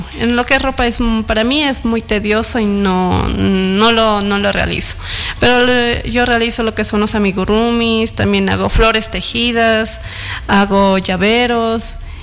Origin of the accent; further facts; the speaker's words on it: Machachi, Pichincha, Ecuador; Yo soy oriunda de Machachi